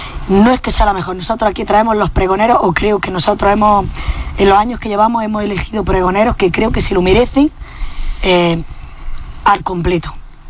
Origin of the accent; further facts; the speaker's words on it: Chilluévar, Andalusia, Spain; moved away as an adult; now in Jaén, Spain; yo vengo de Chillueva y seré de Chillueva hasta que me muera.